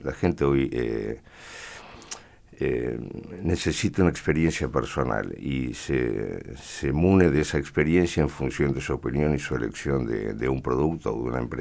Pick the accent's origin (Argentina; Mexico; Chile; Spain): Spain; Soy español.